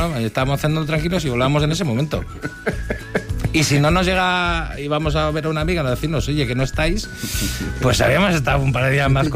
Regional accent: Spain; No, no, somos españoles. ¿Y queréis pasar de Estados Unidos a Canadá con una licencia de conducir de Texas, siendo españoles?

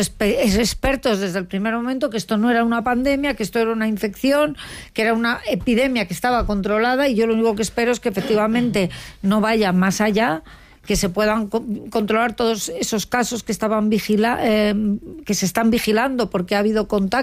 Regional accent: Madrid, Community of Madrid, Spain; born there; Ahí nací yo, en el Gómez Ulla, sí

